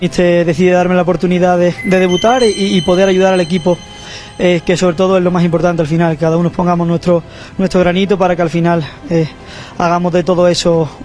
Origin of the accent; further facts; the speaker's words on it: Sevilla, Andalusia, Spain; moved away as an adult; now in Mexico; vengo también de un sitio donde yo soy, de Sanlúcar de Sevilla, que en el que también los derbis se viven muy, muy fuerte